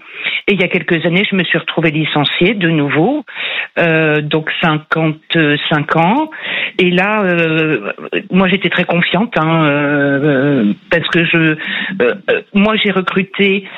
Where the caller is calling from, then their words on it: Hauts-de-France, France; je vous appelle d'un petit village à côté de Cambrai.